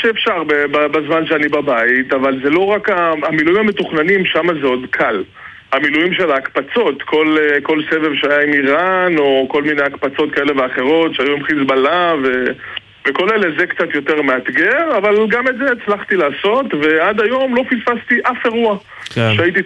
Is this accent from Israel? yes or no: yes; Kiryat Ono, Central District, Israel; אני מקריית אונו, נשוי, פלוס אחד חמוד וג'ינג'י.